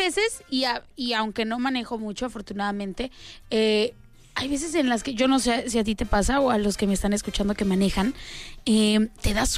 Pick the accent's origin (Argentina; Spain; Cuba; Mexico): Mexico; los mexicanos somos muy de aquí se hace lo que yo quiera.